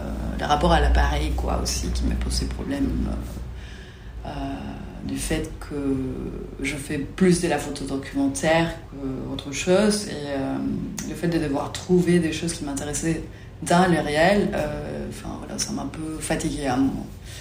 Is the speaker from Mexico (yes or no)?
yes; Mexico; moi, je commençais à faire de la photo quand j'étais ado au Mexique.